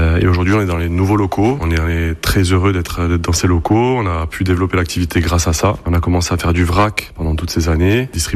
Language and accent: French; Biguglia, Corsica, France; Moi, je suis de Biguglia, donc j'ai grandi à Biguglia, on a créé l'entreprise à Biguglia.